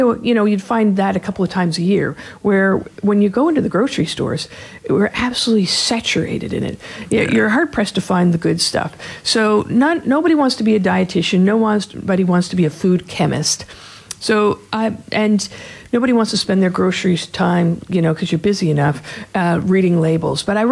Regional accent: Australia; We are Australian. And we eat biscuits.

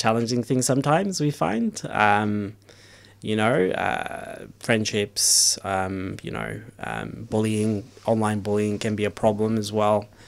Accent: Melbourne, Victoria, Australia; So I grew up in the Flemington area, that's where I was, where I grew up

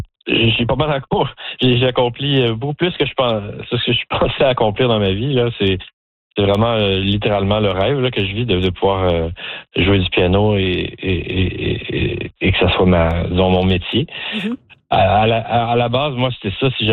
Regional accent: Joliette, Quebec, Canada; Moi, j'ai grandi à Joliette au Québec, petite ville francophone à 1 heure de Montréal.

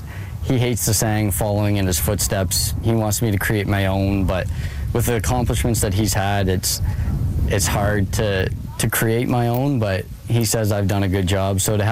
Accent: New Brunswick, Canada; my first event to be in my hometown.

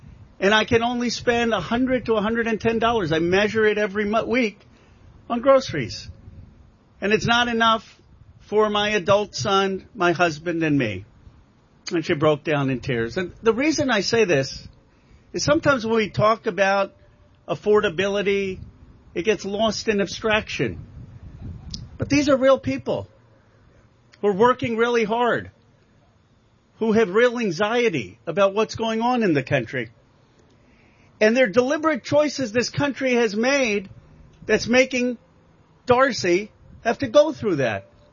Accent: Pennsylvania, United States; but is working for the people I grew up with in Bucks County, Pennsylvania, is working for every American in every community.

